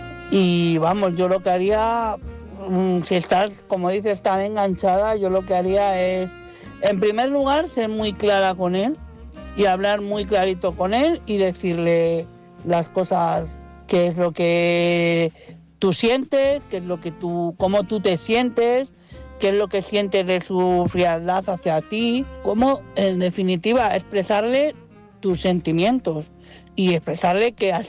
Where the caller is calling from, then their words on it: Madrid, Community of Madrid, Spain; de Madrid.